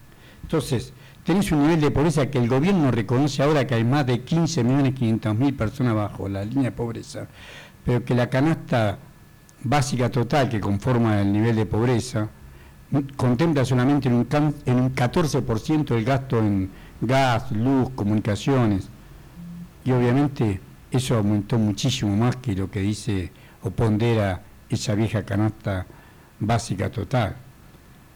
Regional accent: Tucumán, Argentina; born there; soy tucumano de nacimiento

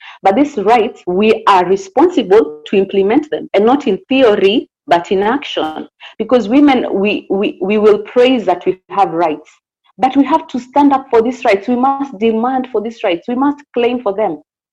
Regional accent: Kajiado County, Kenya; As people of the South Rift, let us calm down. I am from Kajiado County.

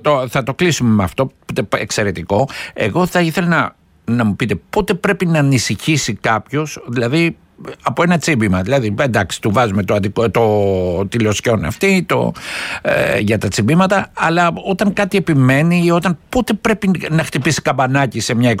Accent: Greece; Μην ξεχνάμε, γιατί ως Έλληνες κρύβουμε και ένα μικρό γιατρό μέσα μας, έτσι.

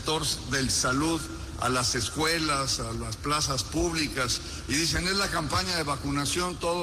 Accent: Mexico; Y nosotros como sociedad mexicana no debemos de perder ese enfoque

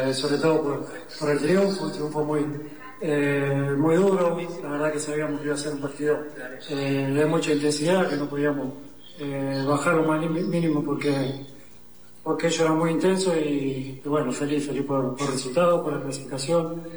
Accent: Argentina; Somos Argentina y siempre vamos a buscar los partidos ante cualquier rival

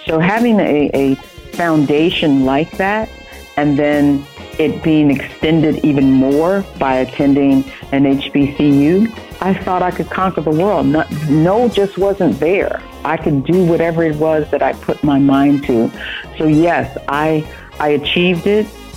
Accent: St. Louis, Missouri, United States; moved away as an adult; also born or lived in Palestine, Texas / Atlanta, Georgia; And we moved to St. Louis, where I grew up and lived and stayed until I went off to college.

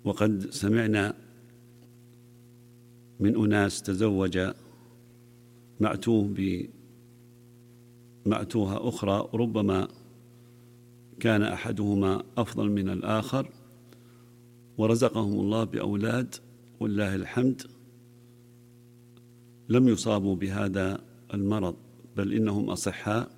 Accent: Saudi Arabia; عندنا في المملكة العربية السعودية

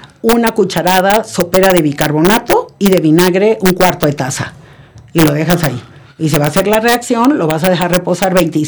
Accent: Tabasco, Mexico; Lo que pasa es que allá en mi pueblo dirían, en Tabasco, que hace tanto

